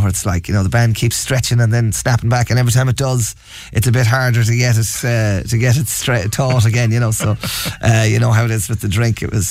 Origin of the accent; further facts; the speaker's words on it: Trim, Leinster, Ireland; my hometown in Trim